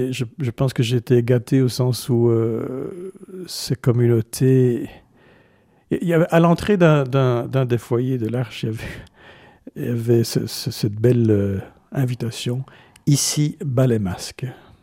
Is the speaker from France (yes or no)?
no; Antwerp, Flanders, Belgium; Mais de fait, après mon service militaire, je suis resté dans ma ville natale et.